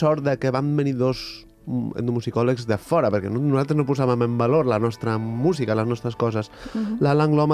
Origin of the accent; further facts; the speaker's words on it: Galicia, Spain; moved away; Mira, allà a Galícia, jo sóc gallec